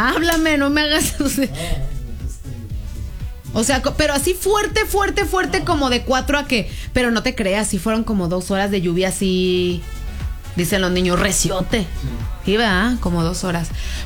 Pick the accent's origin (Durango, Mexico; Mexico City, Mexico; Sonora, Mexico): Durango, Mexico; Gómez Palacio; Los que somos de Gómez Palacio